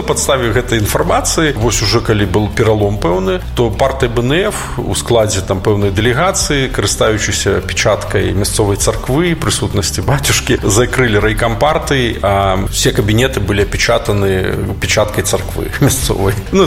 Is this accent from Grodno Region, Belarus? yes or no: no; Slawharad, Mogilev Region, Belarus; born or raised there